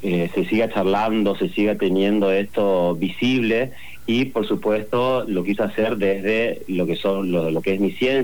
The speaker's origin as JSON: {"language": "Spanish", "country": "Argentina", "said": "y más siendo argentino, ¿no?"}